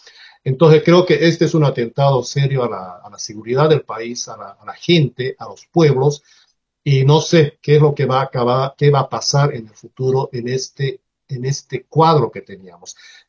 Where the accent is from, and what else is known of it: Bolivia